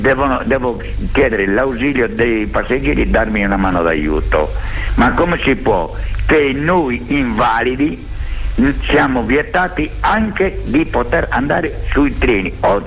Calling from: Abbasanta, Sardinia, Italy; sono un invalido civile. Allora io dovrei prendere il treno da Oristano per andare al mio paese che si chiama Abbasanta.

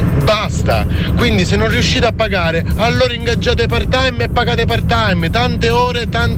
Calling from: Noto, Sicily, Italy; 30 anni e vengo da Noto, in provincia di Siracusa.

